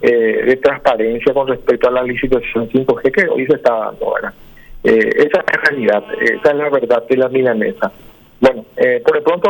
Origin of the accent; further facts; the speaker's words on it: Paraguay; ningún paraguayo tenemos absolutamente nada que ver.